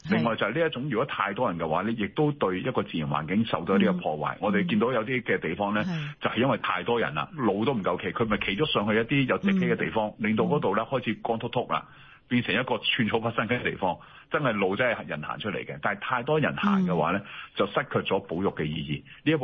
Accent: Hong Kong; 系咪我哋香港人其实我哋自己会規劃自己行程嘅

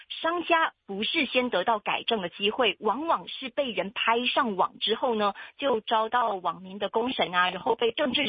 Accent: Malaysia; 我们马来西亚人

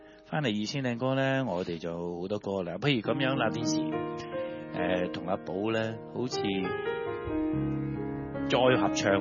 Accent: Hong Kong; 我哋香港人

